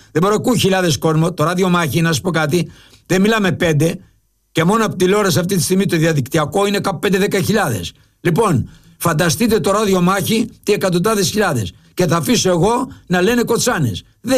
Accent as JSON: {"language": "Greek", "country": "Cyprus", "said": "είμαι πρόσφυγας από την Κύπρο"}